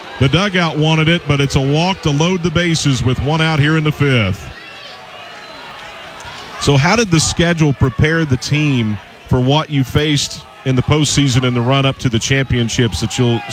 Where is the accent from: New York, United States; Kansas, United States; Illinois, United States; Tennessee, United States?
Tennessee, United States; Maryville; moved away; I'm originally from Maryville, right outside of Knoxville.